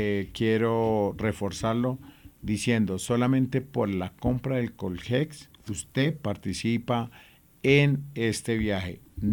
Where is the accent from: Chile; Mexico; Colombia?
Colombia; siendo colombiano, me tratan como si fuera un extranjero.